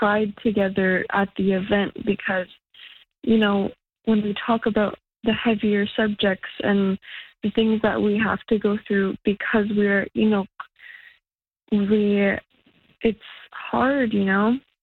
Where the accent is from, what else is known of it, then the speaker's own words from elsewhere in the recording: Kuujjuaq, Quebec, Canada; moved away as an adult; now in Montreal, Canada; I'm from Kudjok, but I've been living in Montreal to attend college for about 2 years now.